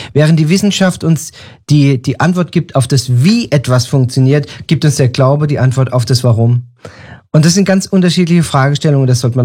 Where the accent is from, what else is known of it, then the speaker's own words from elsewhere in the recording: Germany; Als Deutscher ist man es gewohnt, morgens zum Bäcker zu gehen und Brötchen zu holen, ja.